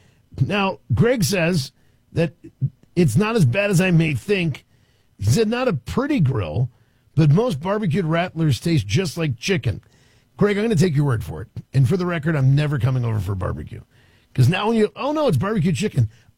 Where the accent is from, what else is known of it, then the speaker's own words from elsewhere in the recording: East Coast, United States; growing up on the East Coast